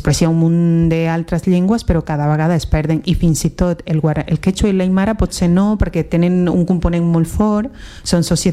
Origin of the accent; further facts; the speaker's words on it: Santa Cruz, Bolivia; Catalan is a second language; moved away as an adult; now in Catalonia, Spain; al poble, perquè jo vaig educar bona part de la meva vida en poble, estaven al costat d'una població a la reserva de l'Amboró, que és una reserva importantíssima a part de l'Amazones, el meu poble és la porta a aquesta reserva